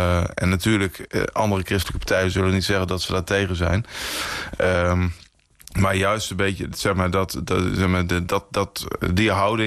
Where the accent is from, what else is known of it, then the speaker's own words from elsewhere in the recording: Kampen, Overijssel, Netherlands; Ja, nou ja, kijk, ik kom uit IJsselmuiden-Kampen. Dus ik ben ook nog steeds kerkelijk actief. Wel echt in een christelijke gemeenschap opgegroeid.